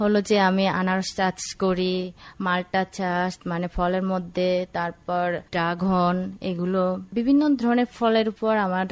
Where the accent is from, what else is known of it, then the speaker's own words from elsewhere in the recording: Chittagong Hill Tracts, Bangladesh; Bangla is a second language; আমরা তো মানে সিদ্ধ জাতীয় বেশি খাই আর কি চাকমারা।